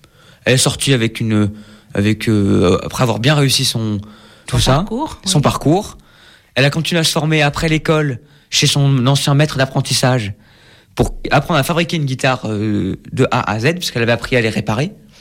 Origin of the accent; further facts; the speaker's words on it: Saint-Nazaire, Pays de la Loire, France; chez nous, à Saint-Nazaire